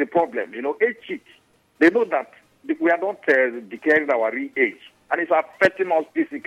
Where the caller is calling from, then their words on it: Port Harcourt, Rivers, Nigeria; I'm calling from Port Harcourt.